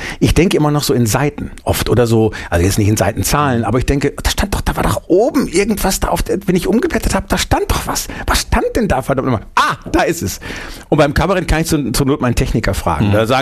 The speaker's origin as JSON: {"language": "German", "town": "Bielefeld", "region": "North Rhine-Westphalia", "country": "Germany", "tie": "born or raised there", "said": "und dann haben wir eine freie Gruppe gegründet in Bielefeld damals noch, meine Heimatstadt, Ende der 70er."}